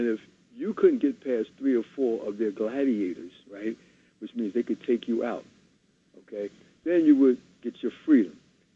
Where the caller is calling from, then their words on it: Newark, New Jersey, United States; I'm calling out of Newark, New Jersey